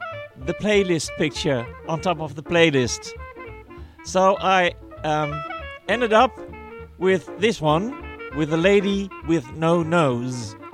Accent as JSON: {"language": "English", "country": "Netherlands", "said": "from the Netherlands, and I'm going to tell you a secret."}